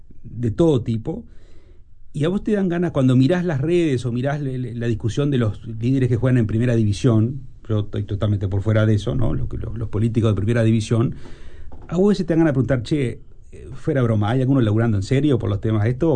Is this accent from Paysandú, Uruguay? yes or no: no; Flores, Uruguay